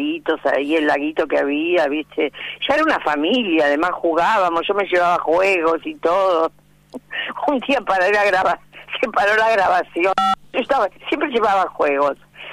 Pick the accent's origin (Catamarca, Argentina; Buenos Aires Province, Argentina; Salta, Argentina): Buenos Aires Province, Argentina; Mar del Plata; moved away as an adult; Yo nací en Mar del Plata y allá empecé a los 6 años, en la iglesia Nueva Pompeya, a hacer teatro.